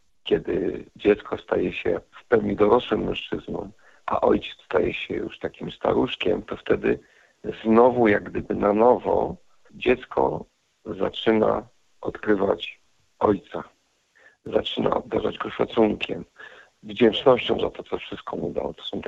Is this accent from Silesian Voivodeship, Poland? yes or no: yes; Silesian Voivodeship, Poland; tutaj u nas na Śląsku.